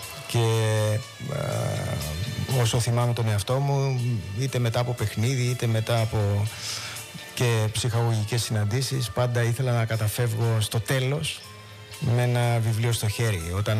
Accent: Rhodes, South Aegean, Greece; born there; Εγώ γεννήθηκα στη Ρόδο.

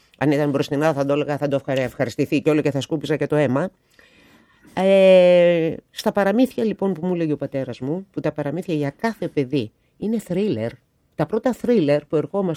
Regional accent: Elefsina, Attica, Greece; μεγάλωσα στην Ελευσίνα

